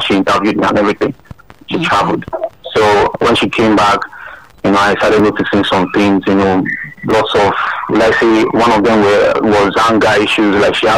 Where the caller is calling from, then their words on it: Nigeria; I'm calling from Ojolasun.